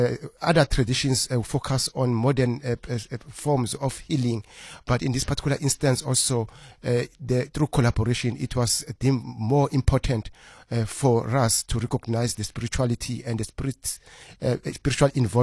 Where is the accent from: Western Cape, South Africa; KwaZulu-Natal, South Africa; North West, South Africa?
Western Cape, South Africa; Cape Town; That's what makes us as South Africans and as Cape Townians.